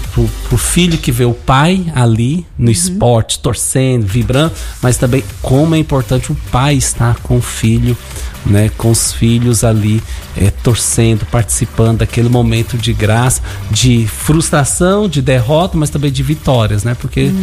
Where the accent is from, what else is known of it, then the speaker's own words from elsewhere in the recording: Goiânia, Goiás, Brazil; moved away; Eu sou de Goiânia, natural de Goiânia, né?